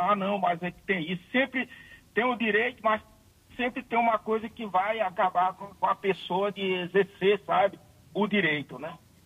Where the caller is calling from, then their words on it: Roraima, Brazil; todos nós, né, roraimenses, e também como brasileiro.